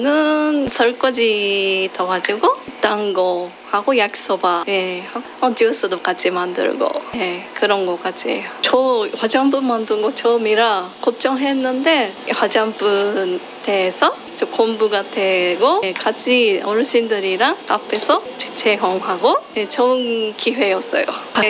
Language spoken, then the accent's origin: Korean; Japan; Korean is a second language; moved away as an adult; now in Wonju, South Korea; 네, 저는 일본에서 온 … 여기서 13년째예요.